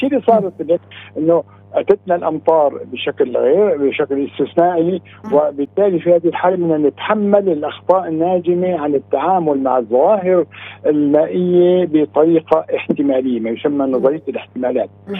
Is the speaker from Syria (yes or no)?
yes; Aleppo, Aleppo Governorate, Syria; نحن عندنا في حلب